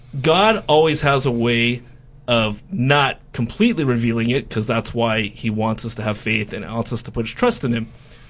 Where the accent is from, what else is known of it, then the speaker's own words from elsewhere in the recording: United States; I love being an American